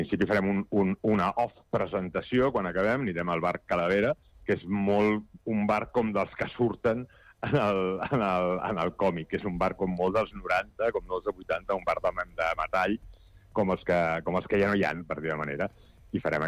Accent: Badalona, Catalonia, Spain; la presentem a Badalona, ja que jo sóc de Badalona, doncs la presentem a Badalona

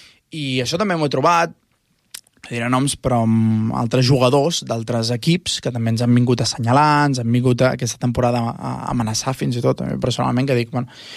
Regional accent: Tordera, Catalonia, Spain; Som Ràdio Tordera, soc de Tordera

